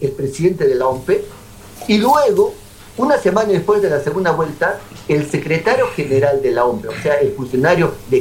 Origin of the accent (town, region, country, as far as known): Peru